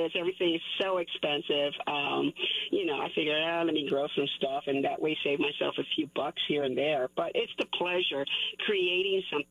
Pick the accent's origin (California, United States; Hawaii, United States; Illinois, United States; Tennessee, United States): Illinois, United States; Chicago; I grew up in the Humboldt Park area, and then I ended up going to the Lakeview area, and, you know, I've been around, you know, it's mostly the north and northwest side that I've lived in Chicago. I'm a long-time Chicagoan, born and raised, native-born here, you know.